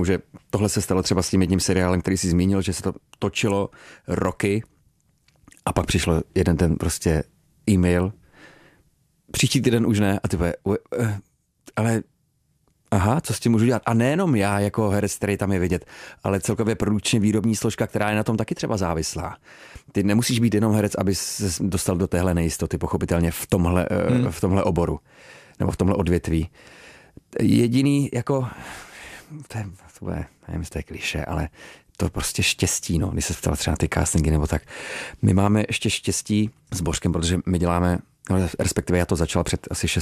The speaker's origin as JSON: {"language": "Czech", "town": "Olomouc", "region": "Olomouc Region", "country": "Czechia", "tie": "born or raised there", "lives_now": "Prague, Czechia", "said": "Olomouc je nádherná, zbožňuji jako svoje rodné město, rád se tam vracím za rodičema"}